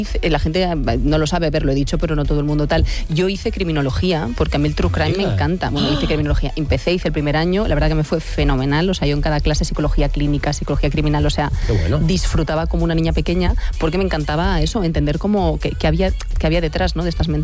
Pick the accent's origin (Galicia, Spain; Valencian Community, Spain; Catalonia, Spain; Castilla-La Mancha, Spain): Catalonia, Spain; Barcelona; Y justamente mi mejor amiga que vive en Barcelona, soy de Barcelona, ya lo sabes